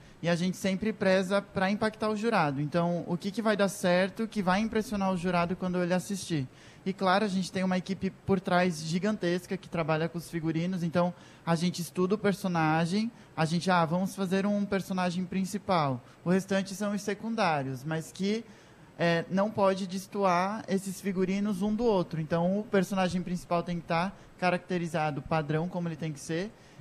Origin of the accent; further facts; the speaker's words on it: Rio dos Cedros, Santa Catarina, Brazil; A gente é lá de Rio dos Cedros, Santa Catarina, próximo de Blumenau. É uma cidade pequena, reconhecida pelas barragens, pelas regiões dos lagos.